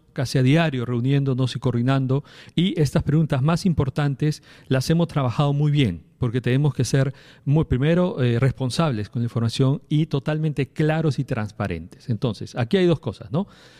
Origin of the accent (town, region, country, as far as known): Peru